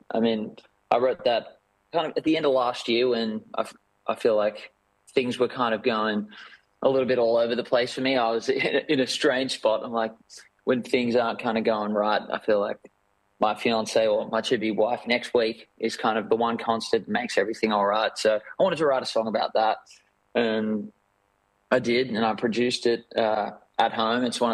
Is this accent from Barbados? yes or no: no; Sydney, New South Wales, Australia; moved away as an adult; now in Nashville, United States; So that's the suburb I grew up in Sydney there, Seaforth.